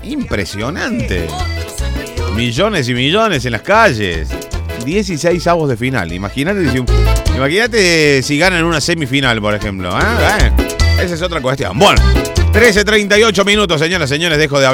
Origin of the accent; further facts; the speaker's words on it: Argentina; somos argentinos contra el mundo